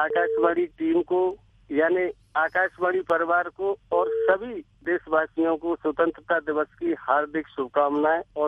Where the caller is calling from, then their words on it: Mathura, Uttar Pradesh, India; ग्राम नगला राणा तिहोरा मथुरा से